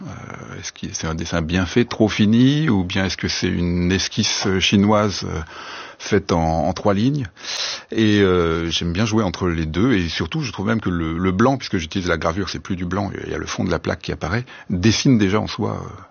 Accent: Grand Est, France; J'ai grandi en Lorraine. Et la Lorraine, c'est vraiment une terre de guerre. Enfin, derrière chez moi, il y avait une forêt remplie de tranchées, de trous d'obus, de bunkers, et c'est là-dedans où j'ai joué

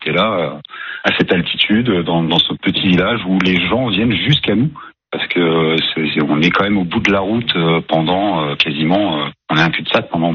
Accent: Brittany, France; now in Saint-Dalmas-le-Selvage, France; je ne suis pas natif du comté de Nice, quoi, même de la région. Moi, de base, je suis breton.

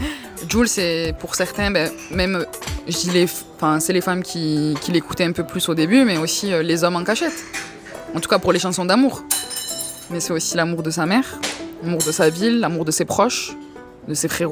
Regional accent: Marseille, Provence-Alpes-Côte d'Azur, France; Moi, déjà, de base, en tant que Marseillaise, on se prenait un mépris. Alors, d'autant plus quand on est une femme, parce qu'on nous rappelle au cliché de la cagole, quand on a un accent qui est fort.

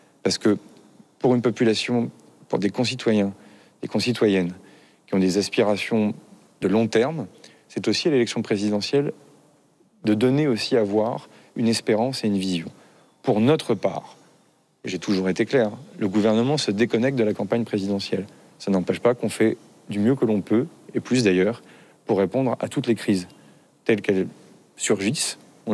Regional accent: Vernon, Normandy, France; je suis dans la ville dans laquelle je suis élu, dans laquelle j'ai grandi, à Vernon dans l'Eure.

